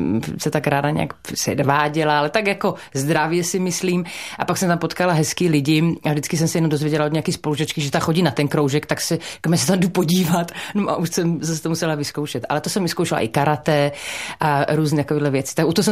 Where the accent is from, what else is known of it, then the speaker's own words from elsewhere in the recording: Malacky, Bratislava Region, Slovakia; Jsem Slovenka a Záhoráčka, protože ty oblasti, to je Záhorie, takže my jsme Záhoráci.